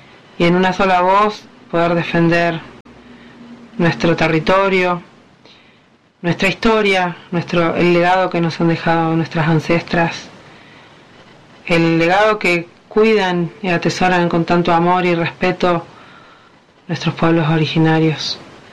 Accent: Comodoro Rivadavia, Chubut, Argentina; Nacida y criada en la ciudad de Comodoro Rivadavia, con un linaje que viajó desde Neuquén hasta Comodoro. Mi abuela neuquina, mi madre neuquina, mi papá chubutense.

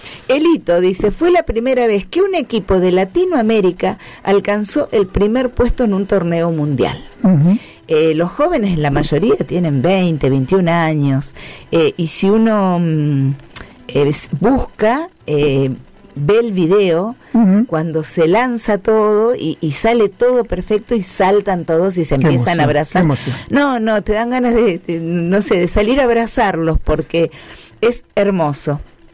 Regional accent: Argentina

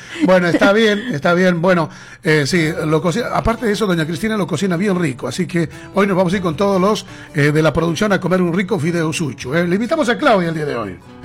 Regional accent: Bolivia; moved away; como hermanos bolivianos. Y aunque no lo creas, yo creo, estando fuera de nuestro país

